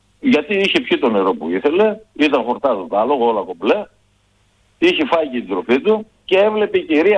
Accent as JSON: {"language": "Greek", "town": "Thessaloniki", "region": "Central Macedonia", "country": "Greece", "tie": "born or raised there", "moved": "as an adult", "lives_now": "Kalandra, Greece", "said": "Είμαι μεγαλωμένος στη Θεσσαλονίκη. Στο Κορδελιό. Δεν είμαι μεγαλωμένος με ζώα, αλλά το χωριό μου ήταν η Καλάνδρα. Και γύρισα μετά από το στρατό εδώ στην Καλάνδρα."}